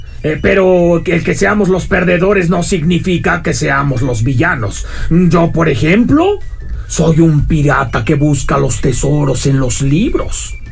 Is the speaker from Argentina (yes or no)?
no; Mexico; Y no, también hay piratas mexicanos. Yo soy el ejemplo de eso. Yo radico en Yucatán.